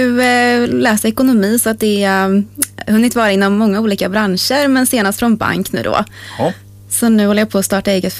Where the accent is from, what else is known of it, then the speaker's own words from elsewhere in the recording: Trollhättan, Västra Götaland County, Sweden; moved away as an adult; now in Vänersborg, Sweden; Jag är ju uppvuxen och född i Trollhättan, så det är ju en nära stad till Handa. Men nu bor jag i Vänersborg